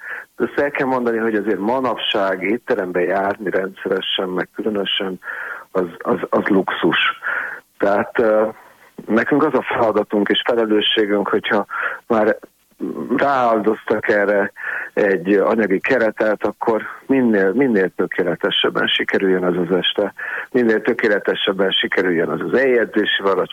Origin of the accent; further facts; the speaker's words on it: Budapest, Hungary; de a Murisimont körtér mellett nőttem fel, és ott megelért szállodában nagyon sok izgalmas autót láttam